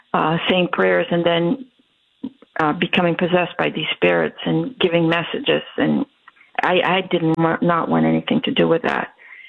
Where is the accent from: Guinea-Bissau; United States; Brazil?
Brazil